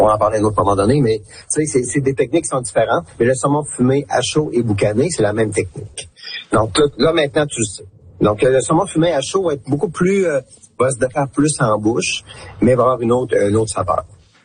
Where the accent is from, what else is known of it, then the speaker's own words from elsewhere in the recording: Quebec, Canada; chez nous en Gaspésie.